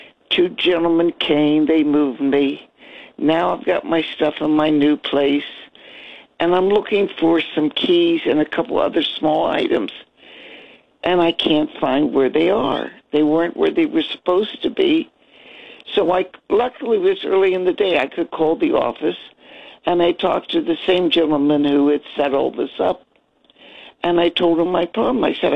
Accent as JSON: {"language": "English", "town": "Shadyside", "region": "Ohio", "country": "United States", "moved": "yes", "lives_now": "Bergen County, United States", "said": "In a very small town, Shadyside, Ohio. We were by the Ohio River across from Wheeling, West Virginia."}